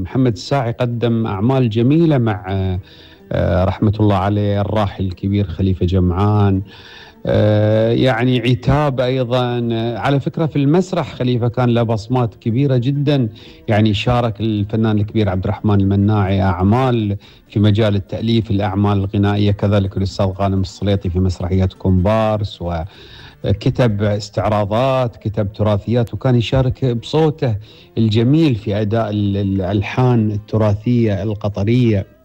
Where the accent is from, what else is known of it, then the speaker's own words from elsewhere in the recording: Qatar; أنا قطرية اللي تعرفوني